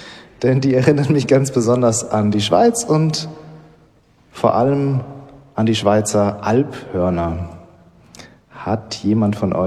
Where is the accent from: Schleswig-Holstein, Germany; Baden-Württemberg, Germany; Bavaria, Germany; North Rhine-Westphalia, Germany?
Bavaria, Germany; bei mir ist es so, ich habe Schweizer Wurzeln. Meine Mutter kommt aus Basel. Ich bin aber auch in München eigentlich aufgewachsen, in der Nähe.